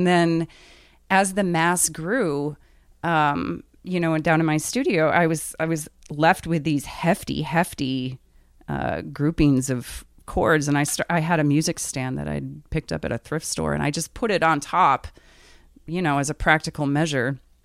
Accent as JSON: {"language": "English", "country": "United States"}